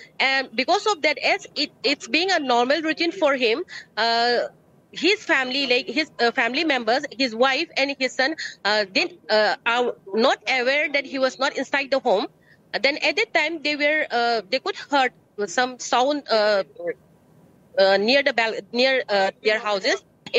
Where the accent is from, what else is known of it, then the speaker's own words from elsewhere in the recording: India; We are also Indian. So, the protection the other Indians are getting, we also should get that protection.